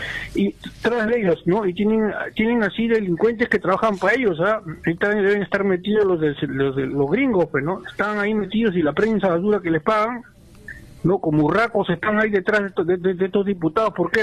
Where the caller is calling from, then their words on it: Lima, Peru; Acá, de Lima.